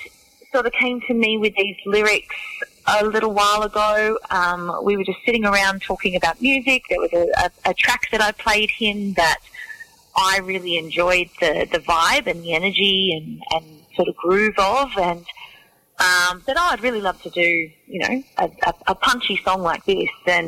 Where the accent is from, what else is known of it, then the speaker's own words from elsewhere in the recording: Orange, New South Wales, Australia; a small little orchard locality, actually known for a lot of wineries now, just outside of Orange in New South Wales, where I grew up, and my family is generations of orchardists.